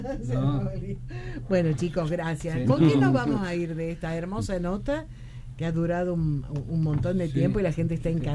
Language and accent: Spanish; Tucumán, Argentina; Porque somos tucumanos, ¿o no?